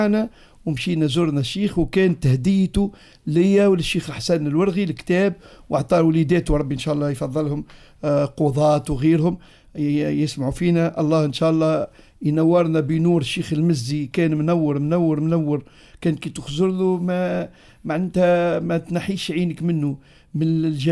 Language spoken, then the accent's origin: Arabic; Tunisia; احنا عندنا في تونس